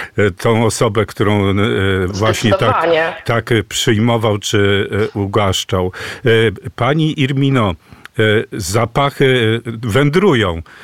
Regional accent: Kuyavian-Pomeranian Voivodeship, Poland; bo ja pochodzę z takich Borów Tucholskich

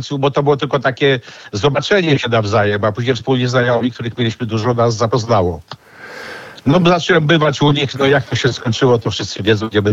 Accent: Warsaw, Masovian Voivodeship, Poland; ja z Warszawy oczywiście i ja przeprowadziłem z moją mamą w 1974 roku do bloku na ulicy Ogrodowej w Warszawie na 7 piętro

